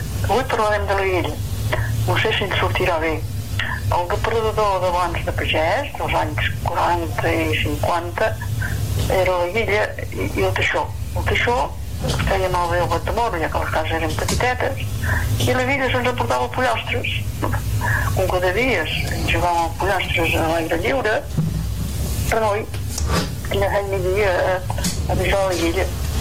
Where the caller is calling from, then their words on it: Santa Pau, Catalonia, Spain; Soc el marit de Santa Pau